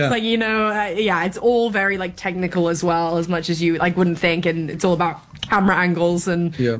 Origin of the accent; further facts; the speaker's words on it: London, United Kingdom; I'm from London